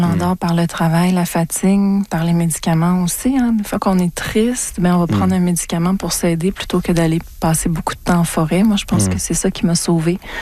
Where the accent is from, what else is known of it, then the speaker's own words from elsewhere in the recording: Montreal, Quebec, Canada; parce que moi, je suis une Montréalaise, donc je suis née ici.